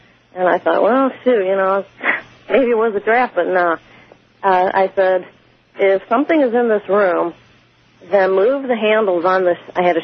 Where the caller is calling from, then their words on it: St. Louis, Missouri, United States; I'm from St. Louis, Missouri.